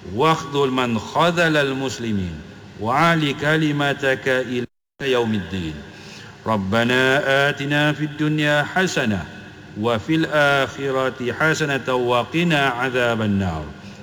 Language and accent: Arabic; Malaysia; اللهم اجعل بلدنا ماليزيا آمناً مطمئناً